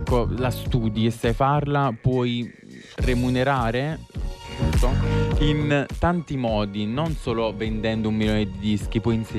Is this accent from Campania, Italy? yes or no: yes; Marcianise, Campania, Italy; Io sono di Marcianise